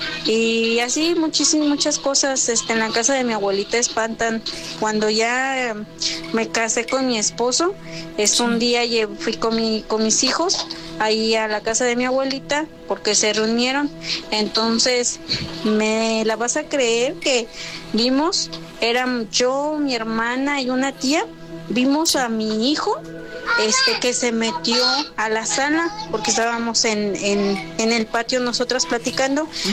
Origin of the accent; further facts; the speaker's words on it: Celaya, Guanajuato, Mexico; Yo soy originaria de Celaya, Guanajuato. Cuando era una niña, tendría como 8 años, yo vivía antes en la casa de mi abuelita